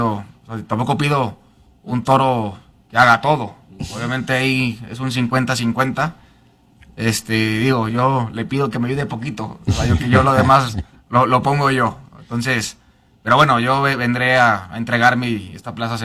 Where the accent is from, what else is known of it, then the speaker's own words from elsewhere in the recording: Aguascalientes, Mexico; toreé en la feria de San Marcos también, ahí en mi tierra